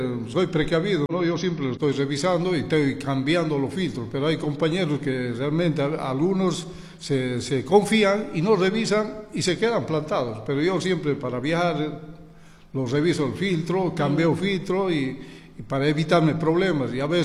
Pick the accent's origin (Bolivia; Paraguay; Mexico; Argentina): Bolivia; Tarija; Yo, que soy chapaco de pura cepa, vivo en Tarija, nací en Tarija, nací en el barrio de La Loma, me crié en La Loma.